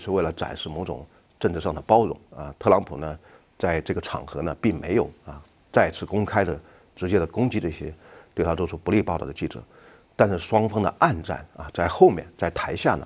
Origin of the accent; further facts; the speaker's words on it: China; 我们中国人